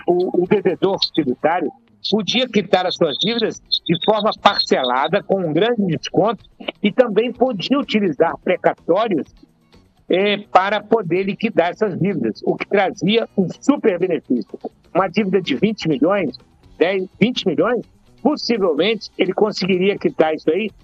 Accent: Brazil; Nós estamos morando no Brasil, somos brasileiros

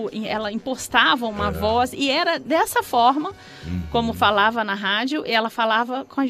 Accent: Franca, São Paulo, Brazil; now in Rio de Janeiro, Brazil; nós somos do interior de São Paulo, de Franca.

